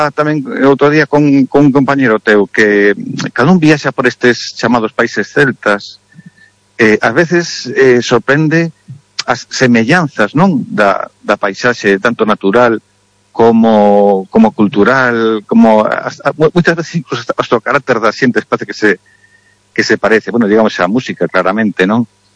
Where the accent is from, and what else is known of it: Galicia, Spain